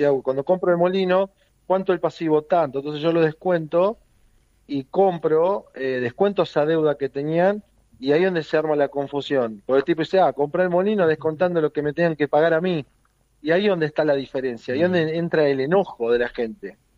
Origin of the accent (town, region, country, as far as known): Irigoyen, Argentina